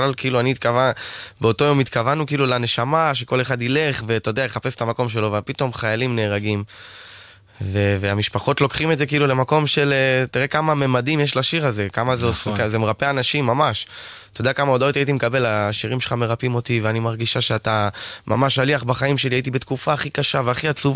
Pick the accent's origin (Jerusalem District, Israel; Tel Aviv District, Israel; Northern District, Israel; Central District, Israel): Northern District, Israel; Safed; בא אליי לצפת, הלכנו מאחורי היער, כזה, אתה יודע, מאחורי הבית, איפה שגדלתי, יש לנו יער, הכל כזה פתוח, טבע, עצים וזה